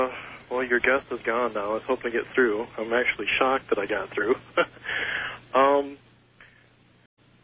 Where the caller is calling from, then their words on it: Michigan, United States; Hi, this is … from Michigan.